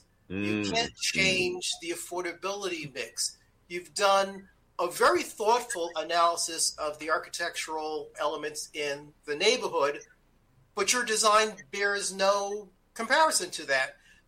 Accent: New York City, New York, United States; I was from that community. I grew up in East Harlem. My mother and father were born in Central Harlem, although my mother at a very young age moved to the Caribbean, but she came back.

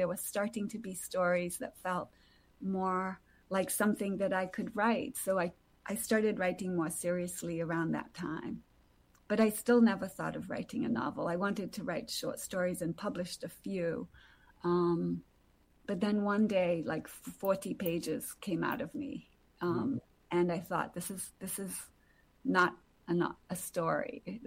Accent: Brazil; moved away; growing up in Brazil, which is a country full of inequalities

